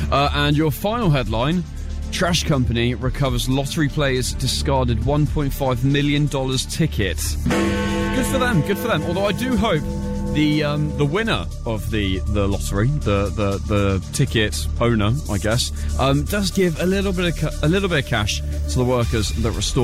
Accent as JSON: {"language": "English", "town": "Wimborne", "region": "South West England", "country": "United Kingdom", "tie": "born or raised there", "said": "My hometown in Dorset is called Wimborne. They do a duck race every year."}